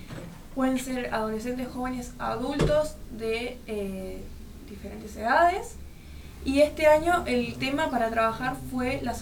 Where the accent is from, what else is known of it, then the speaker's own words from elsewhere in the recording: Reconquista, Santa Fe, Argentina; moved away as an adult; now in Buenos Aires, Argentina; yo tengo 19 años, soy de Reconquista y estuve participando en este certamen que se realizó en Tucumán. Actualmente igual vivo en Buenos Aires, pero sí estoy acá representando a Santa Fe, digamos. No represento a Buenos Aires, sino a Santa Fe. Entonces voy y vengo a Reconquista para mi preparación.